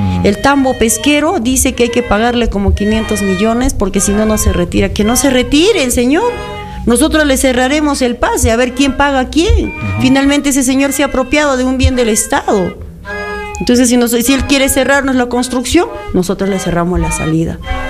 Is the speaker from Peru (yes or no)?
yes; Huanta, Ayacucho, Peru; Somos guantinos